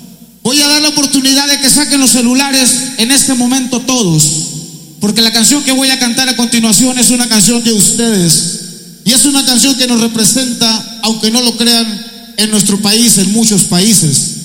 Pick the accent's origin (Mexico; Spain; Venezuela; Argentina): Mexico; born there; Yo me siento orgulloso de haber nacido en este país tan hermoso y me siento orgulloso de mis raíces